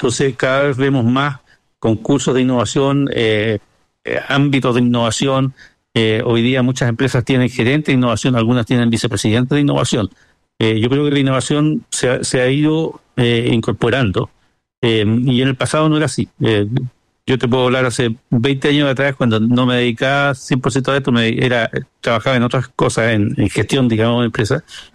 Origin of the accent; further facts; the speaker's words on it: Concepción, Biobío, Chile; Yo soy penquista, esta historia es en Concepción